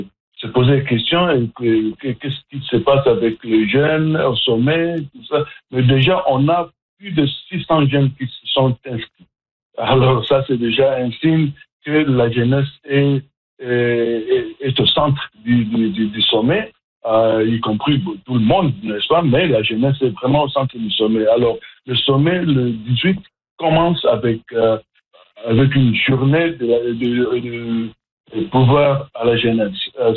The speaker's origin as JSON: {"language": "French", "region": "Atlantic Canada", "country": "Canada", "said": "comme vous le savez, moi, je suis de l'Atlantique"}